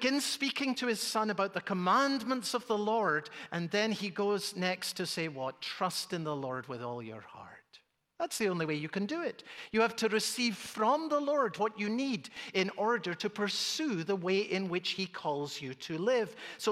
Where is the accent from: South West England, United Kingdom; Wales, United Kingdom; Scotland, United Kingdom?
Scotland, United Kingdom; Edinburgh; born or raised there